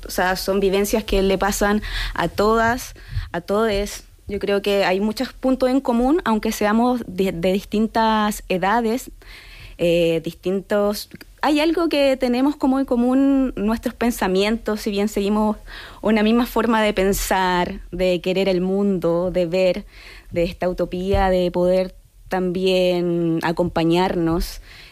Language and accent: Spanish; Chile; moved away; Será porque el director y la directora somos chilenos